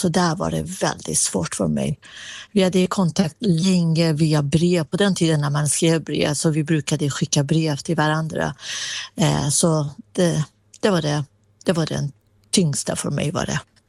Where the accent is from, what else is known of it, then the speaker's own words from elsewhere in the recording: Iran; Swedish is a second language; moved away as an adult; now in Sweden; Ja, det var november 1986. Jag flyttade från Iran till Sverige. Jag hade precis fyllt 20.